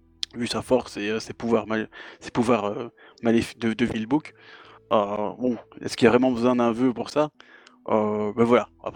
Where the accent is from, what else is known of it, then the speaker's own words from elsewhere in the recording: Belgium; D'ailleurs, 73, parce que moi je suis belge.